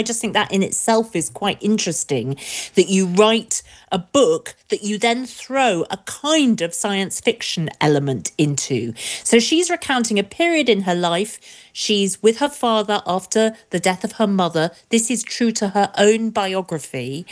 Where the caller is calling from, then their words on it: Ireland; Hello, I'm joining you from a republic. I'm joining you from Ireland, so we don't have a royal family.